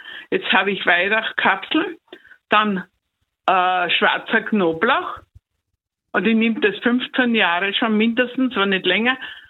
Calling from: Styria, Austria; ich bin aus der Steiermark. Ich bin jetzt 80 Jahre alt.

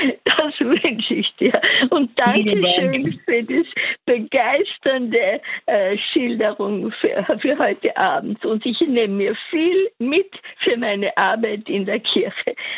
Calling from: Innsbruck, Tyrol, Austria; Ich bin aus der Pfarre Allerheiligen in Innsbruck.

